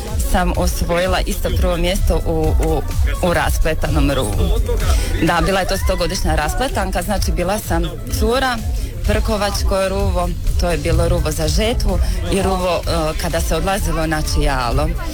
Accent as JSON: {"language": "Croatian", "town": "Cerna", "region": "Vukovar-Syrmia County", "country": "Croatia", "said": "iz Cerne, dolazim sa Kudom Tomislav iz Cerne."}